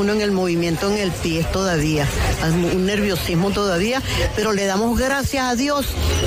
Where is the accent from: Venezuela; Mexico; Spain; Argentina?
Venezuela; now in Colombia; Yo soy venezolana y mira cómo los colombianos, mira, se merecen, bueno, pues.